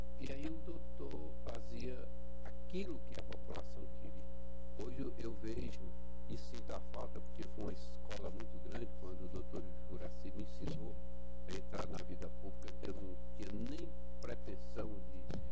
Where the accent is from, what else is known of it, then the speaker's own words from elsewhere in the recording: Crateús, Ceará, Brazil; born there; now in Fortaleza, Brazil; Em Crateús, que é a terra onde eu nasci